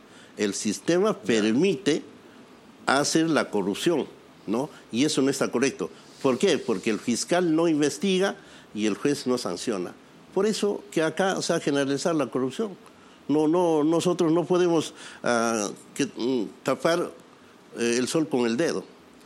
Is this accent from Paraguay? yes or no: no; Peru; Y no podemos maltratarnos como peruanos.